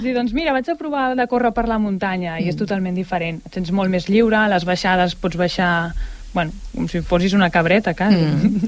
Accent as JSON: {"language": "Catalan", "town": "Barcelona", "region": "Catalonia", "country": "Spain", "tie": "born or raised there", "moved": "as an adult", "lives_now": "Sant Boi de Llobregat, Spain", "said": "jo sóc de Barcelona de tota la vida"}